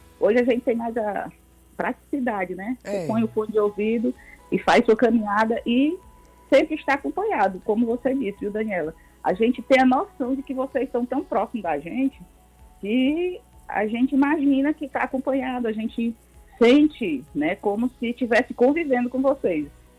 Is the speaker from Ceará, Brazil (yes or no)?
yes; Quixadá, Ceará, Brazil; born there; moved away as an adult; now in Horizonte, Brazil; a gente saiu de Quixadá, a minha vida toda praticamente assim, adulta e de estudo. Eu vim para Horizonte, aqui perto de Fortaleza, ia e vinha todo dia